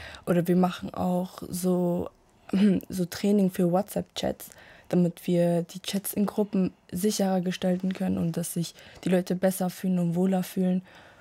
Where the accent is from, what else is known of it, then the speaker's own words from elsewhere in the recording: Germany; zum Beispiel bin ich aus Deutschland, die in unserem Land stattfinden, wie es dort ausschaut und wie es dort ist, weil das interessiert meine Eltern vor allem.